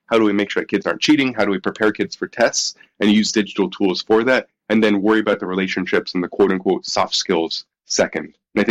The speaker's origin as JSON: {"language": "English", "country": "United States"}